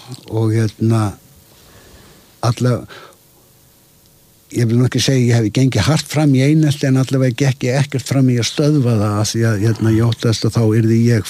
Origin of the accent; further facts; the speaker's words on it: Reykjavík, Capital Region, Iceland; Ég segi stundum sko að hérna ég er ekki gablari. Ég er of aðfluttur til þess. En segi stundum sko ég er Hafnfirðingur allstaðar nema í Hafnarfirði. Þar ég Reykvíkingur.